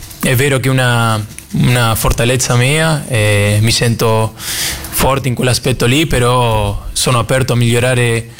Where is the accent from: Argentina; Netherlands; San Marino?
Argentina; Italian is a second language; moved away as an adult; now in Florence, Italy; siamo tutti e due di Argentina